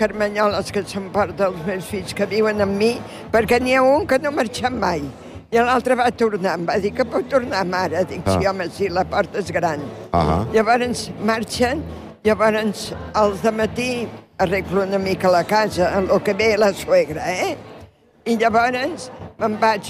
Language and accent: Catalan; Barcelona, Catalonia, Spain; Tota la vida a Barcelona, a les meves famílies tothom són de Barcelona i de Catalunya